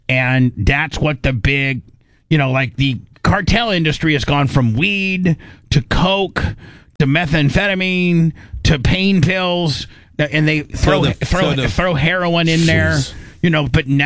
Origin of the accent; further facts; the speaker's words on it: Indiana, United States; I was raised in Indiana